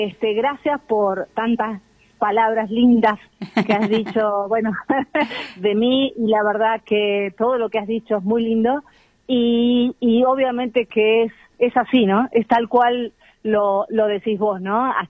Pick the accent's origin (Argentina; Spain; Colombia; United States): Argentina; Mar del Plata, Buenos Aires Province; now in Patagonia, Argentina